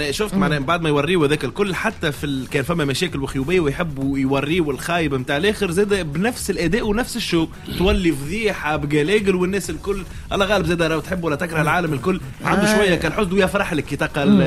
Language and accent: Arabic; Tunisia